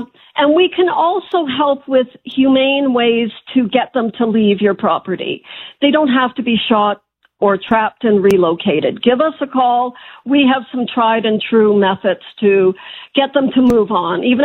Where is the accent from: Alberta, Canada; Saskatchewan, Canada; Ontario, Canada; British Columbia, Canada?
Saskatchewan, Canada; I grew up in Saskatchewan